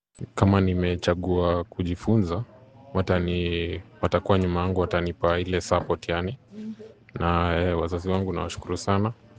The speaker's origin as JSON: {"language": "Swahili", "region": "Nairobi", "country": "Kenya", "said": "nimetoka county ya Nairobi."}